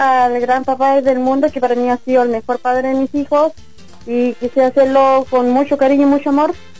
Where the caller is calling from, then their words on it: Chile; De acá, del sector de Maitén.